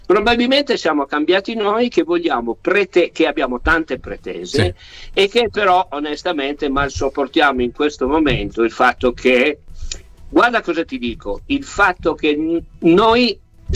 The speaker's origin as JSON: {"language": "Italian", "town": "Turin", "region": "Piedmont", "country": "Italy", "tie": "born or raised there"}